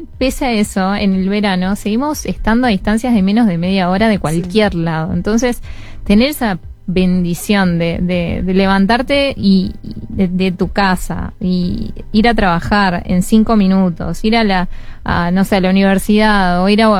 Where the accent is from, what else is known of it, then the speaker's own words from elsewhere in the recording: Montevideo, Uruguay; now in Maldonado, Uruguay; soy de Montevideo y me vine a Maldonado hace 11 años